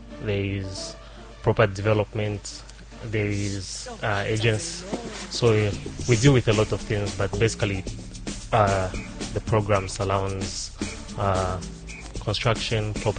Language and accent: English; Ndola, Copperbelt, Zambia; moved away as an adult; also born or lived in Lusaka; Yes, I was born in Ndola, Lobuto. Did my school, finished my grade 12. I was still in the Copper Belt.